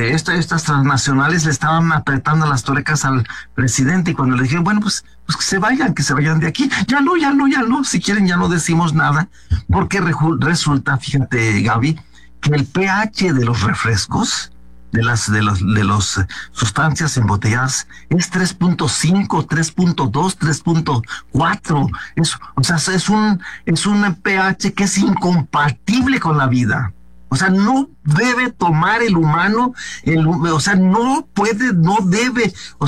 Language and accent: Spanish; Oaxaca, Mexico; born there